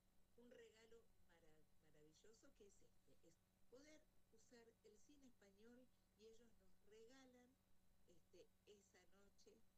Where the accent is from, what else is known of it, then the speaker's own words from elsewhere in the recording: Neuquén, Argentina; somos de Neuquén, pero somos de Argentina